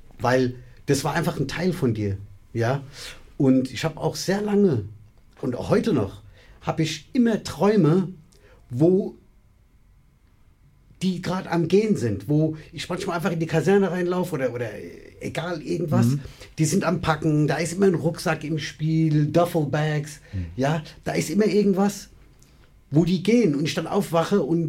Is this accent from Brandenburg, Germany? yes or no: no; Hanau, Hesse, Germany; Und bei uns in Frankfurt, Hanau, Frankfurt ist ja 91 bis 93, haben die da alles langsam zugemacht.